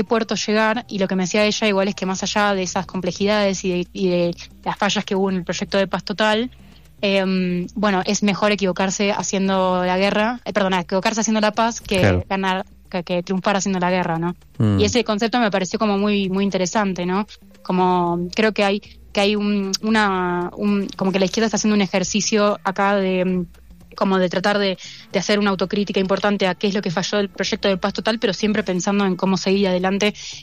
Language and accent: Spanish; Argentina; Nosotros en Argentina vivimos entre cemento, muy alejados de todo lo que tiene que ver con el entorno ambiental, incluso aunque tenemos un país como muy biodiverso